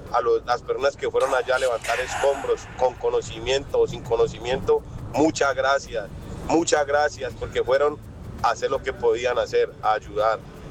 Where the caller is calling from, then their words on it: Cali, Valle del Cauca, Colombia; como caleños